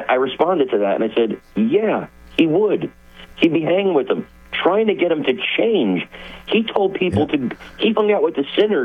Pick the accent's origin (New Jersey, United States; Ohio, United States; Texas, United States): New Jersey, United States; Newark; born or raised there